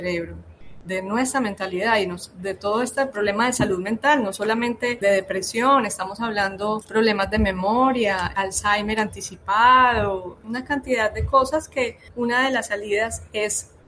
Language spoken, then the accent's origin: Spanish; La Ceja, Antioquia, Colombia; moved away; la ceja no podía faltar en esta obra. Yo tenía que incluirla porque es mi tierra, porque es mi espacio, porque es hermosa, porque es un valle divino, porque la temperatura es excelente, porque la gente es supremamente educado, es un lugar limpio